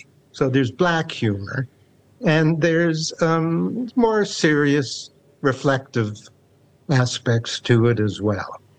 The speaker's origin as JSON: {"language": "English", "country": "Canada", "accent": "Canadian", "moved": "as an adult", "lives_now": "New Zealand", "said": "I mean, I've been in New Zealand 33 years, I'll never lose my Canadian accent because I came here at 42, and you don't lose an accent at that age."}